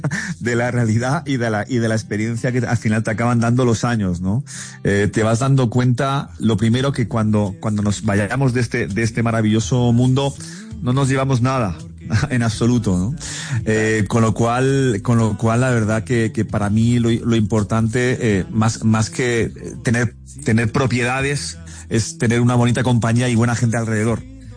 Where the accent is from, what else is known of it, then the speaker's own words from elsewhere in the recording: Alicante, Valencian Community, Spain; En España, donde conseguí empezar a tener un poquito de resonancia, ¿no? En lo que era en mi ciudad natal, en Alicante.